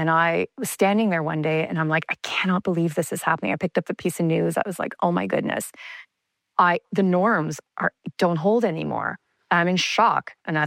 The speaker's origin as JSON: {"language": "English", "country": "Canada", "said": "I'm a Canadian, I would have never thought that our relationship with the U.S. would become destabilized."}